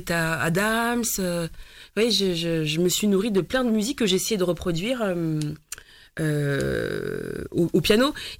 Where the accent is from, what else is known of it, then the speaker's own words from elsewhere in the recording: Paris, Île-de-France, France; born there; Alors je suis née à Paris.